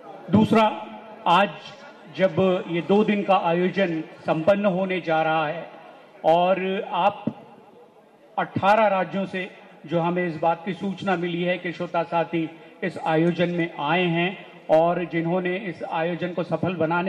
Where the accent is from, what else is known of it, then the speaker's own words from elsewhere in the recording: Bhilai, Chhattisgarh, India; मैं भिलाई का ही निवासी हूँ